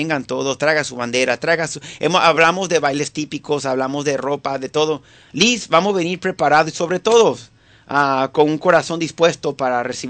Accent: Venezuela; now in Tennessee, United States; yo soy venezolano

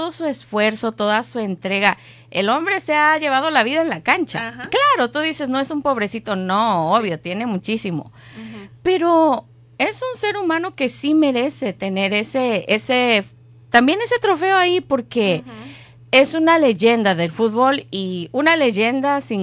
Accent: Mexico; la gente mexicana somos muy empáticas

